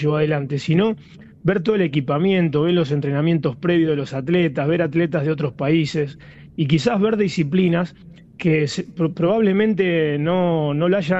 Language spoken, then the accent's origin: Spanish; Santa Fe, Argentina